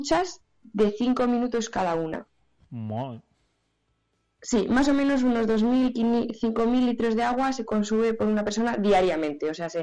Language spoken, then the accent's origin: Spanish; Fuente-Almejil, Castile and León, Spain; pues pasa en muchos pueblos de Soria, por ejemplo. Sin ir más lejos, mi pueblo es Fuente-Almejil. Nos tenemos que desplazar prácticamente 20 kilómetros hasta la tienda más cercana de alimentación.